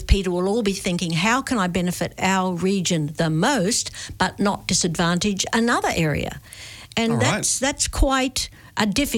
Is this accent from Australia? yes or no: yes; Australia; now in New Zealand; I'm an Australian